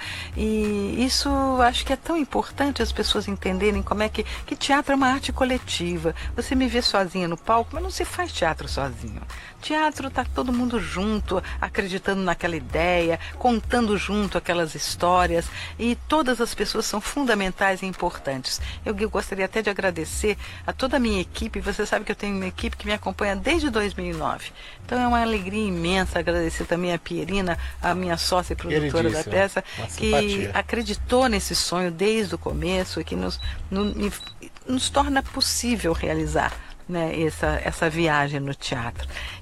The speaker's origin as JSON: {"language": "Portuguese", "region": "São Paulo", "country": "Brazil", "tie": "born or raised there", "also_born_or_lived": "Rio de Janeiro / Curitiba", "said": "Sim, nasci no Rio de Janeiro, fui pequenininha para Curitiba, fiquei até 4 anos lá e vim para São Paulo. Então, eu fiquei dos 5 aos 18 anos aqui em São Paulo."}